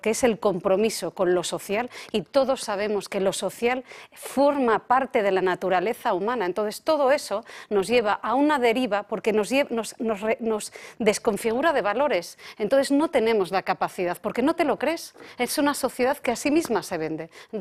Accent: Asturias, Spain; yo precisamente soy asturiana

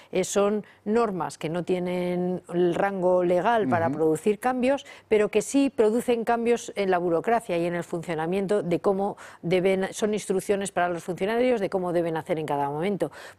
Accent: Spain

